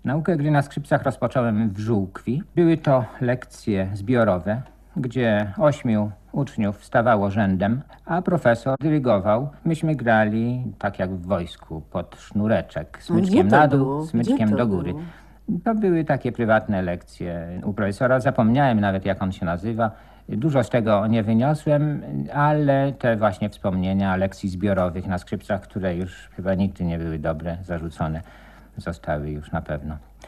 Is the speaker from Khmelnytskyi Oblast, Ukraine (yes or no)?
yes; Kamianets-Podilskyi, Khmelnytskyi Oblast, Ukraine; Ja się urodziłem w Kamieńcu Podolskim i wszystko, co stamtąd pochodzi, jest mi bardzo bliskie.